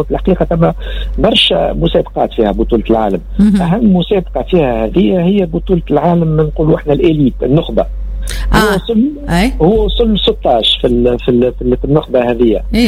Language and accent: Arabic; Tunisia; عندنا في تونس